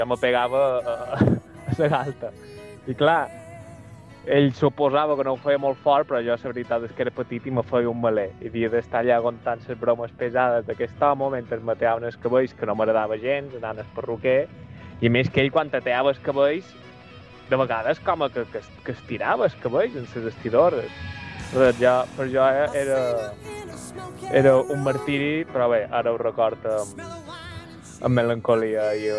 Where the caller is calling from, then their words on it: Palma, Balearic Islands, Spain; sóc de Palma